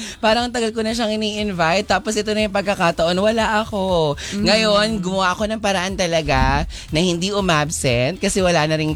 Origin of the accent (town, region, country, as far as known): Cavite, Calabarzon, Philippines; born there